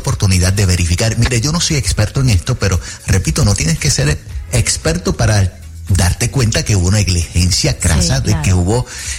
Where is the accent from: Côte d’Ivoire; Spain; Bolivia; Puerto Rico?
Puerto Rico; nosotros nos encariñamos con él como boricua